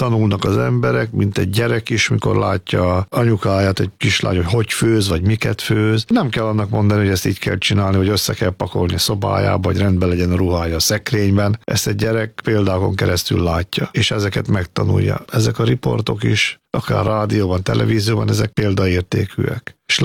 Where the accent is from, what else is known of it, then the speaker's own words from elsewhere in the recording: Hungary; Mi magyarok vagyunk. Mi nekünk ez az anyaországunk.